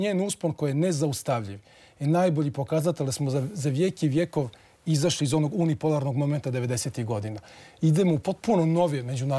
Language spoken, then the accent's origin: Serbian; Serbia; I to vam kažem kao pravnik, a ne kao Srbin i kao građanin ove zemlje.